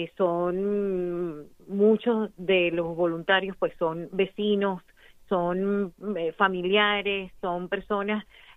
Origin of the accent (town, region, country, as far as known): Venezuela; now in Arizona, United States